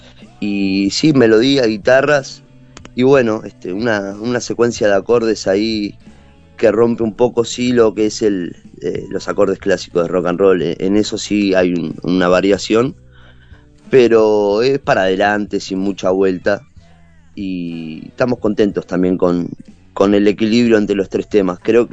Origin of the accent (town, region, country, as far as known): Uruguay